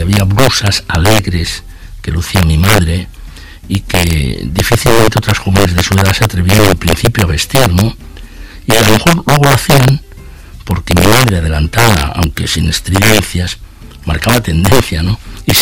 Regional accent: Camporrells, Aragon, Spain; era como una actriz real en color en aquella película de blanco y negro que se rodaba cada día en mi pueblo, en Camporrell.

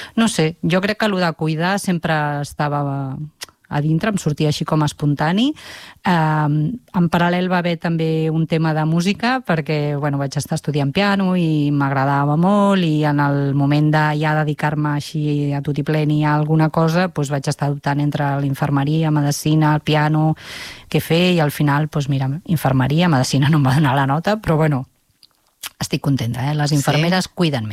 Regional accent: Barcelona, Catalonia, Spain; jo sóc de Barcelona, vivíem al Guinardó amb la meva família, els meus pares i 6 germans més.

